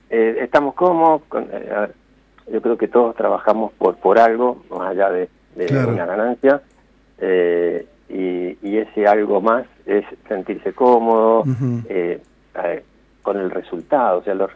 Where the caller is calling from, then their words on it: Catitas, Mendoza, Argentina; En Catitas.